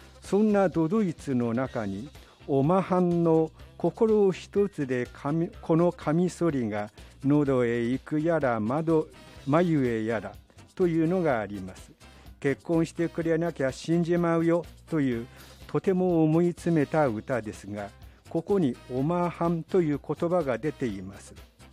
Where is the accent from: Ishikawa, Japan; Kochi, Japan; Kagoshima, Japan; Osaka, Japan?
Osaka, Japan; 担当はチャキチャキのなにわっこ、市民スタッフの